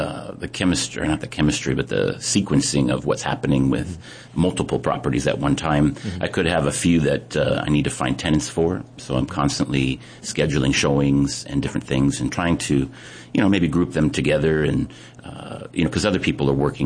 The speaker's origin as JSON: {"language": "English", "town": "Apple Valley", "region": "California", "country": "United States", "tie": "born there", "moved": "as an adult", "lives_now": "Honolulu, United States", "said": "I was born in Apple Valley, California. It's a little town in the high desert of Southern California. And when I was about 23, I joined the Air Force. And my first and only tour was here in Hawaii."}